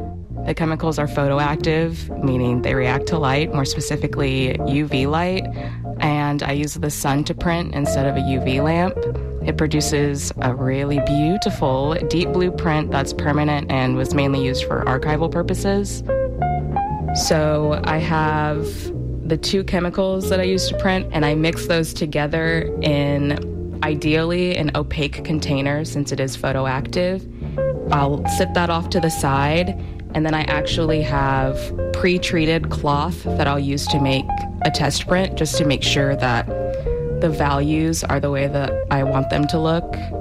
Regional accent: Houston, Texas, United States; from Third Ward, and you're listening to Houston Matters with Craig Cohen.

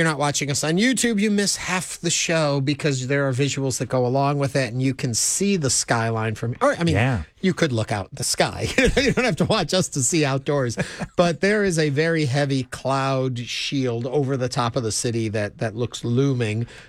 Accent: Chicago, Illinois, United States; now in Houston, United States; I came from Chicago.

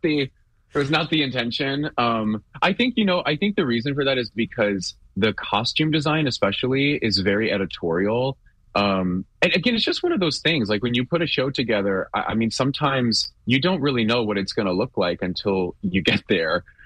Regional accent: Houston, Texas, United States; I grew up in Houston, and when I was younger and kind of first starting out in Houston, there were so many summer shows and activities

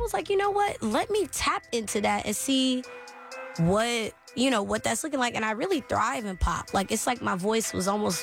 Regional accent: Pearland, Texas, United States; And yeah, I'm from right here in Houston, Texas. I grew up in Pearland. I'm very proud to be from Pearland.

